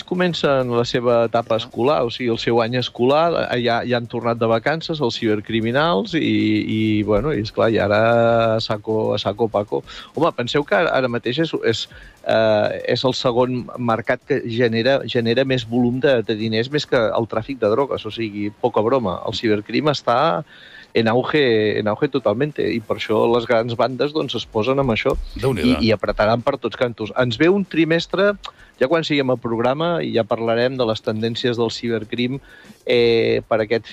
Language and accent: Catalan; Catalonia, Spain